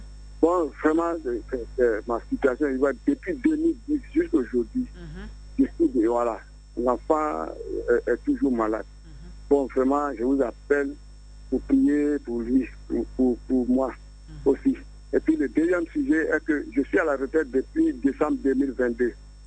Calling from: Bouaké, Vallée du Bandama, Côte d’Ivoire; je suis à Boaké.

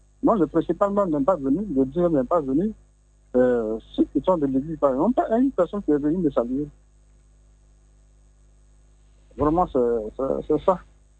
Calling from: Abidjan, Côte d’Ivoire; J'appelle de Port-Boué, Gonzac.

